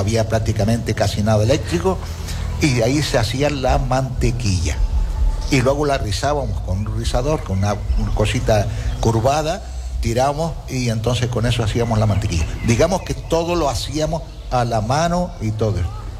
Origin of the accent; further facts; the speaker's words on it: Canary Islands, Spain; born there; Hombre, yo soy nacido en Gran Canaria. Pero cuando he venido aquí al sur hace 45 años